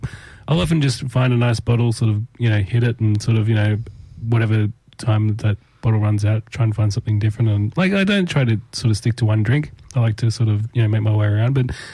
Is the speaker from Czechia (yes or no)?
no; Tamworth, New South Wales, Australia; I grew up in Tamworth, yes.